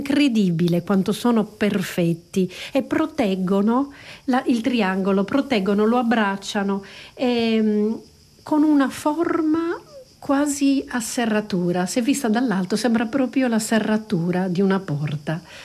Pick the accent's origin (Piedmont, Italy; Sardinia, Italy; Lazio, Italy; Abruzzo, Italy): Sardinia, Italy; Siamo nel centro della Sardegna, la mia terra